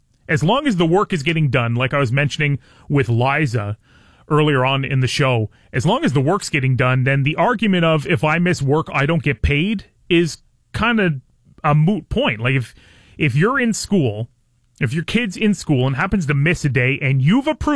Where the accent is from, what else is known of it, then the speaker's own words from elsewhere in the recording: Belle River, Ontario, Canada; also born or lived in Puce; when I was a kid growing up in Puce and in Bell River.